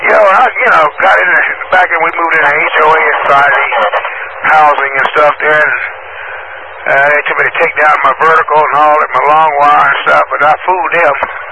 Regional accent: Statesville, North Carolina, United States; moved away as an adult; I'm actually from down here. I was born and raised in Iredell County, Statesville. I left an 88-acre farm and went up north to drive a dump truck.

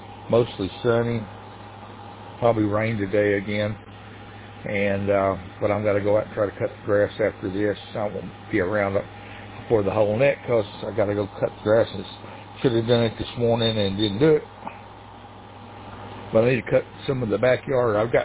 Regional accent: Chattanooga, Tennessee, United States; born there; also born or lived in near Nashville, Tennessee; because we lived up in Chattanooga

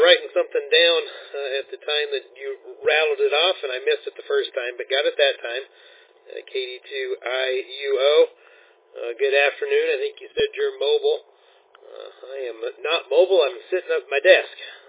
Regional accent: Tennessee, United States; accent: Southern; So, I'm originally from Tennessee, so I used to have a Southern accent. Apparently, occasionally it still slips out.

